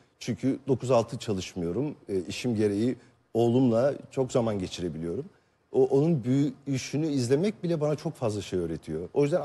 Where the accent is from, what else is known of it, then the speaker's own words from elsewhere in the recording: Kadıköy, Istanbul, Turkey; Ben doğup büyüdüğüm yerde oturuyorum hala. Kadıköy'deyim, Kadıköylüyüm ve orayı çok seviyorum.